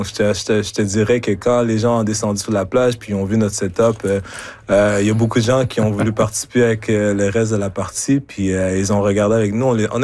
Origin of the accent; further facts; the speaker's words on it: Montreal, Quebec, Canada; now in Maple Ridge, Canada; Écoute, moi, j'ai grandi à Montréal, puis quand j'ai déménagé en Colombie-Britannique, ben, j'ai rencontré des personnes merveilleuses ici. Donc, j'habite à Maple Ridge